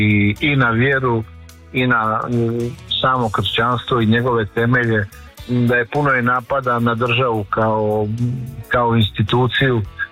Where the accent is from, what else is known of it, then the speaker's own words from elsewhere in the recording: Croatia; Imali smo mi kao Hrvati